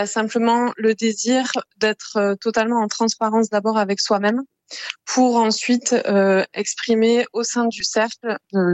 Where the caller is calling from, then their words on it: Toulouse, Occitanie, France; Je vous appelle de Toulouse.